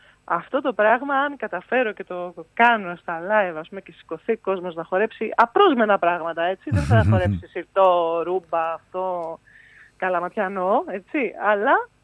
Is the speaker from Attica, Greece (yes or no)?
yes; Athens, Attica, Greece; born there; Εγώ που γεννήθηκα στην Αθήνα και μένω στην Αθήνα.